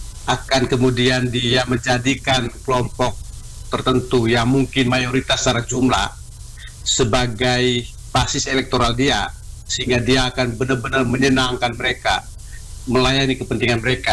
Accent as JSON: {"language": "Indonesian", "region": "East Nusa Tenggara", "country": "Indonesia", "said": "Bu Christine, saya dari Pantai Utara Flores, saya tahu betul cukup banyak keluarga dari satu atau satu klan misalnya"}